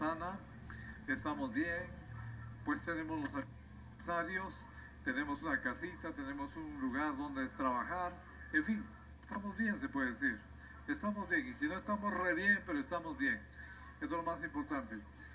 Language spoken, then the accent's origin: Spanish; Guatemala; somos una mezcla total aquí en este, en esta Guatemala nuestra.